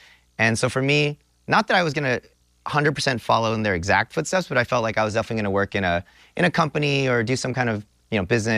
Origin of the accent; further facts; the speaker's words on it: California, United States; I grew up in California, Northern yeah. California. And my parents, they moved to America from Taiwan.